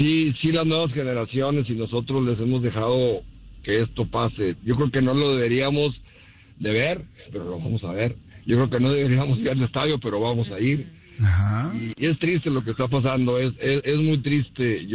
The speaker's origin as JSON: {"language": "Spanish", "country": "Mexico", "said": "Que jugó el Mundial de México 86, que es de allá de donde soy yo"}